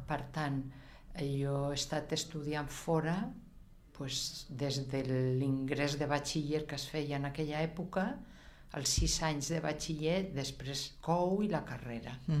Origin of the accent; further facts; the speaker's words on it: Madrid de las Caderechas, Castile and León, Spain; El meu poble es diu Madrid de les Caderetxes.